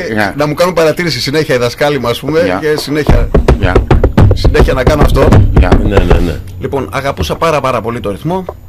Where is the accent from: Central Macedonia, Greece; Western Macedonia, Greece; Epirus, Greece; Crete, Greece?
Epirus, Greece; Ioannina; born there; γεννήθηκα στα Γιάννενα.